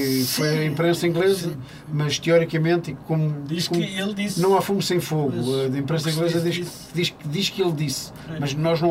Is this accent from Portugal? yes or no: yes; Portugal; somos portugueses